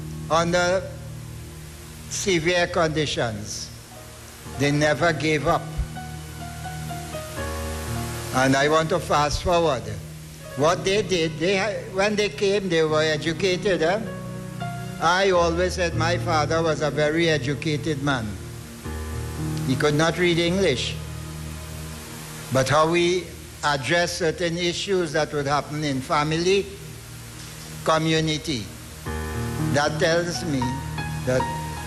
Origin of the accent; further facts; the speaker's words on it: Trinidad & Tobago; born there; But I am a Trinidadian. I was born here